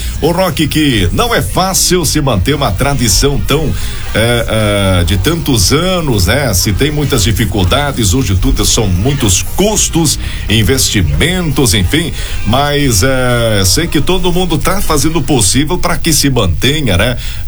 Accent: Brazil; Linha Cecília, lá na minha terra natal, lá na linha Cecília, né?

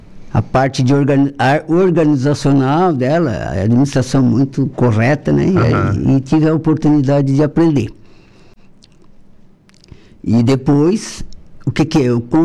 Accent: Araranguá, Santa Catarina, Brazil; Não, eu sou da Sanga da Areia aqui, sou aranguaiense, das Areias.

